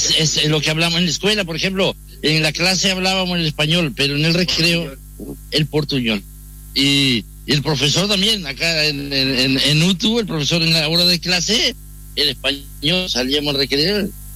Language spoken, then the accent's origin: Spanish; Rivera, Uruguay; Soy de Rivera, Brasil y Uruguay, pero no. En un momento tuve los papeles brasileños